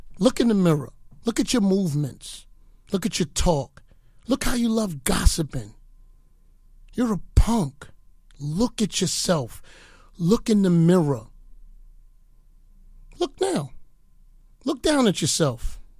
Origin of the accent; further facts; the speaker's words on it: New York, United States; I'm from New York, bro.